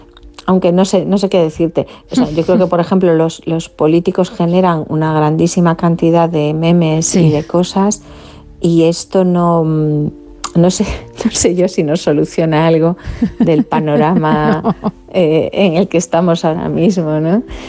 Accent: Galicia, Spain

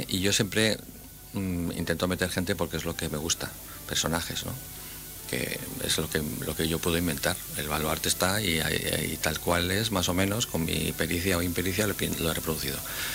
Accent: Spain; soy del centro de España, que es una sartén, ¿no?

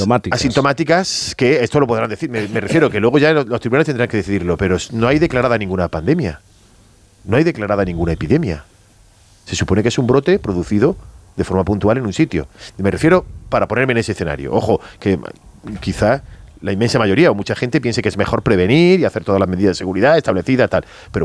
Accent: Andalusia, Spain; Yo me quedo con que somos andaluces

